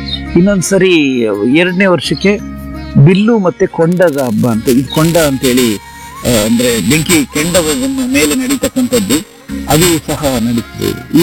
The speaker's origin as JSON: {"language": "Kannada", "town": "Magge", "region": "Karnataka", "country": "India", "said": "ಇದು ನಾನು ಕರ್ನಾಟಕದಲ್ಲಿ ಎಲ್ಲೂ ನೋಡಿಲ್ಲ, ಇಲ್ಲಿದೆ ಮಗ್ಗಿನ ನಮ್ಮೂರಲ್ಲಿ ಮಾತ್ರ ನೋಡಿರೋದು."}